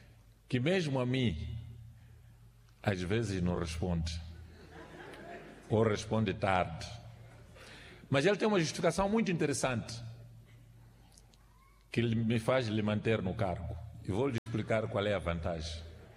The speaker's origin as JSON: {"language": "Portuguese", "country": "Mozambique"}